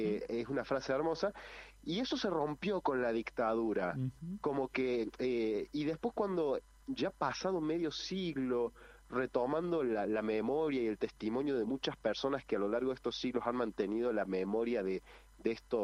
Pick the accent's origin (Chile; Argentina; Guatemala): Argentina; Córdoba; uno acá como cordobés